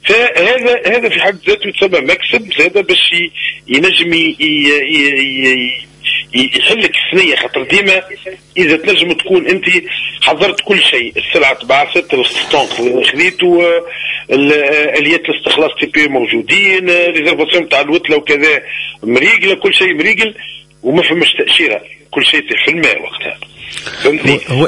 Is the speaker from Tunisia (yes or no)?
yes; Tunisia; هنا من عندنا في تونس